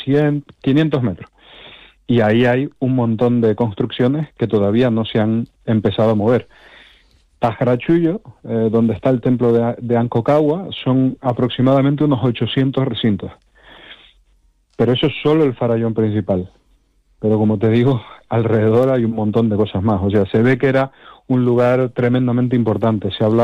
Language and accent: Spanish; Canary Islands, Spain; Bueno, soy canario, o sea, que subimos y bajamos todos los días a las montañas. Las islas son muy, muy escarpadas y yo vivo en Tenerife